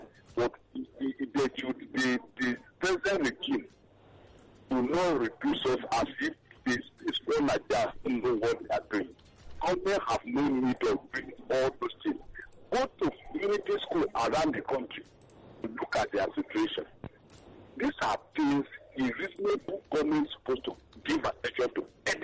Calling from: Ikeja, Lagos, Nigeria; I'm calling from Ikeja. Ikeja.

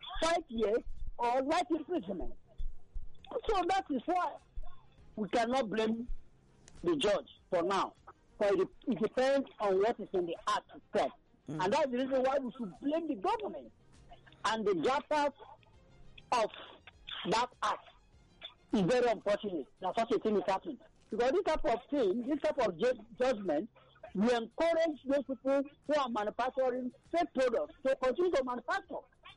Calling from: Abuja, Federal Capital Territory, Nigeria; I'm calling from Abaoja.

